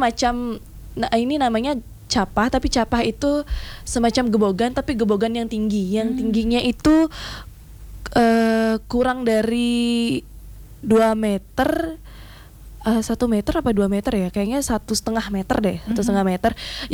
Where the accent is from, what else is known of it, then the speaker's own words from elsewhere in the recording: Tamblang, Bali, Indonesia; saya datang dari sana, dari Tamblang